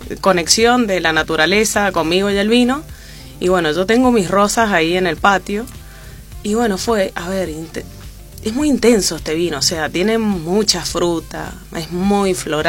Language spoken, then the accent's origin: Spanish; Mendoza, Argentina; como mendocina y el crecer también al lado de viñas y tener la propia parra en mi casa